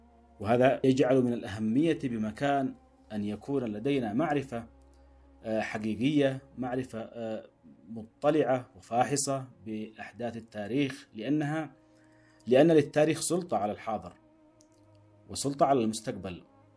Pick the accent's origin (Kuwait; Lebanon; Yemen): Yemen; نحن اليوم كيمنيين